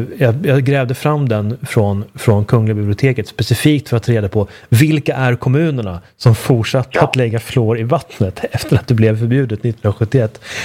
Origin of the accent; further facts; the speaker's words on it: Uppsala, Uppsala County, Sweden; kommunen där jag växte upp i Uppsala har en hög fluorhalt, en av de högsta i landet.